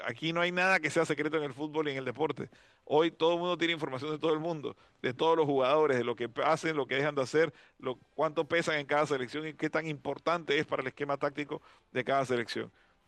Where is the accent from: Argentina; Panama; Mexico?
Panama